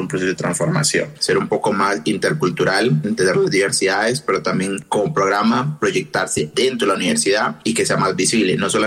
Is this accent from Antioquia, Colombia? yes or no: no; Barbacoas, Nariño, Colombia; moved away; soy de Arbacoas, Nariño, soy estudiante Peama, afro.